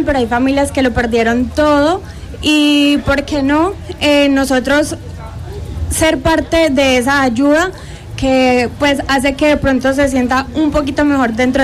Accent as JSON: {"language": "Spanish", "region": "Valle del Cauca", "country": "Colombia", "said": "Yo soy vallecaucana."}